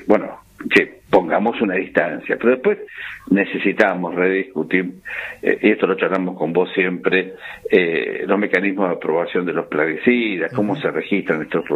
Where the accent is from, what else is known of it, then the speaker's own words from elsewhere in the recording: Marcos Paz, Buenos Aires Province, Argentina; lo veo acá en mi pueblo Marcos Paz